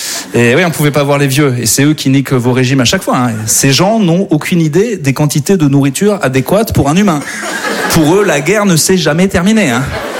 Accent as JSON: {"language": "French", "region": "Auvergne-Rhône-Alpes", "country": "France", "moved": "yes", "said": "moi, je viens d'Auvergne à la base."}